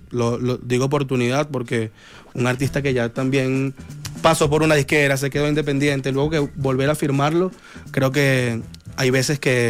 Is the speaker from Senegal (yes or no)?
no; Caracas, Capital District, Venezuela; el de Caricuao.